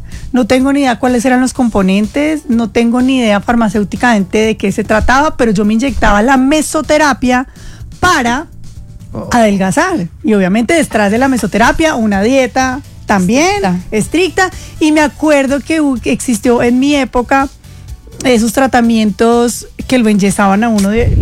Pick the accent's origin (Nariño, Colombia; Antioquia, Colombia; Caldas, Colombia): Caldas, Colombia; Manizales; Cuando yo entré a la televisión, pues yo era una niña de provincia. O sea, yo llegué de Manizales con una caja y una gallina, mentiras, pero sí, con muchas cosas por aprender.